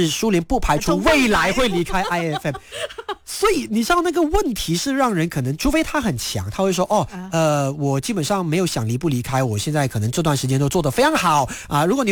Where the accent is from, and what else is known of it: Malaysia